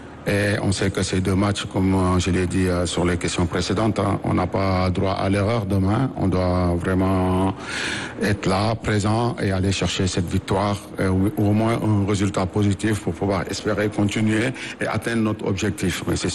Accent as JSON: {"language": "French", "country": "Senegal", "said": "Je pense que nous, en tant que Sénégalais, le patriotisme est au-dessus de tout."}